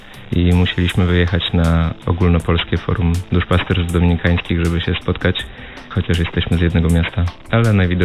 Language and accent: Polish; Warsaw, Masovian Voivodeship, Poland; Jesteśmy z Warszawy.